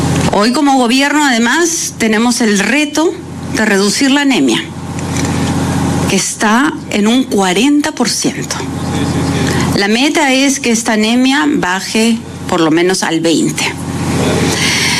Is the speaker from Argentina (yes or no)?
no; Peru; los peruanos somos resilientes, los peruanos no nos rendimos